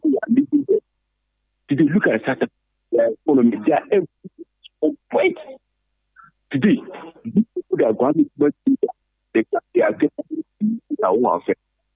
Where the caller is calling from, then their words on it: Ghana; Me, as a Ghanaian